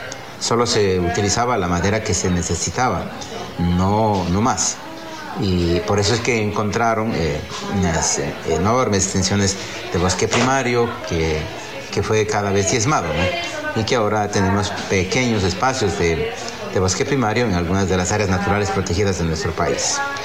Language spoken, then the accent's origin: Spanish; Quito, Pichincha, Ecuador; moved away as an adult; now in Lago Agrio, Ecuador; Yo te cuento personalmente, como quiteño, lo que he sentido cuando he conocido la historia de mi ciudad